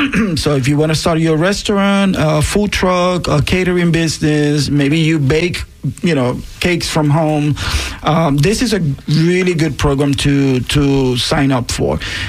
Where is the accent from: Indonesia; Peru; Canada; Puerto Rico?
Puerto Rico; accent: Puerto Rican; I'm going to say Latinos because I am Latinos. You can hear my Puerto Rican accent.